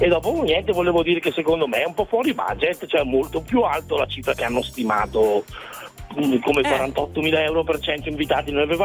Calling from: Sorisole, Lombardy, Italy; Io chiamo da in provincia di Bergamo, da Sorisole

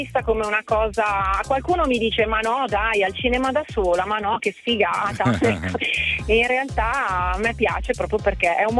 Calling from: Lombardy, Italy; Sono della provincia di Monza Brianza.

